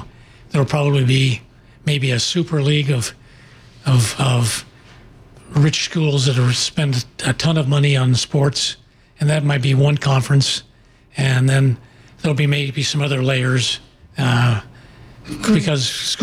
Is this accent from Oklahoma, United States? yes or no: no; Lawrence, Kansas, United States; moved away; that's my hometown as well as where I went to school.